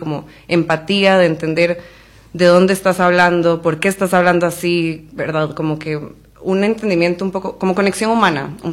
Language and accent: Spanish; Alajuela, Costa Rica; born there; also born or lived in Monteverde, Costa Rica; Yo nací en Alajuela